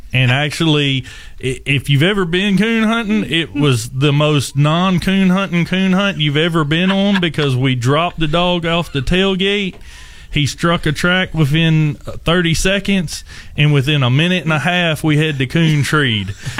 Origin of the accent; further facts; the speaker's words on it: Virginia, United States; moved away; I'm originally from Virginia, right on the James River, and grew up coon hunting.